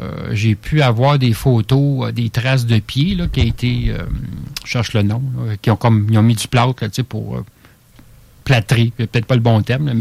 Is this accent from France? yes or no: no; Quebec, Canada; chez nous, au Québec.